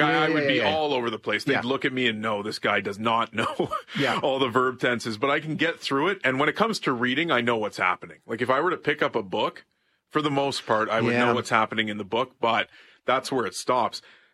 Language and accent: English; Ottawa, Ontario, Canada; having to learn French growing up in Ottawa.